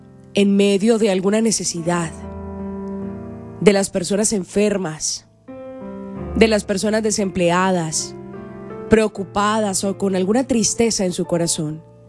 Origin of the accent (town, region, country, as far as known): Colombia